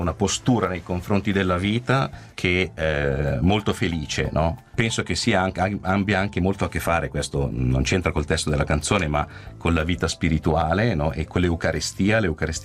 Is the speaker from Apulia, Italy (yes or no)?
no; Abbadia Lariana, Lombardy, Italy; born or raised there